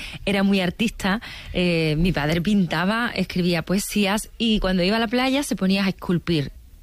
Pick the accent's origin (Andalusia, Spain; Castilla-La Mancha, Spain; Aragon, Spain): Andalusia, Spain; Seville; fíjate que soy de Sevilla, que no tenemos mar, pero ahí está muy cerquita Cádiz, está Huelva